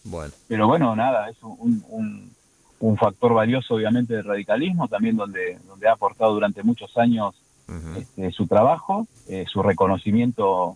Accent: Buenos Aires Province, Argentina; siendo bonaerenses

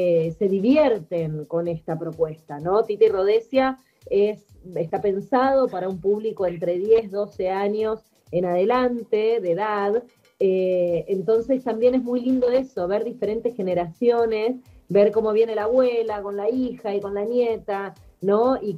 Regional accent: Buenos Aires, Argentina

